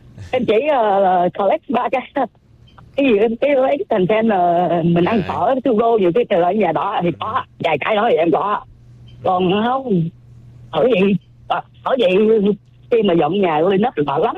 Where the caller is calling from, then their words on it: United States; Mình ở Mỹ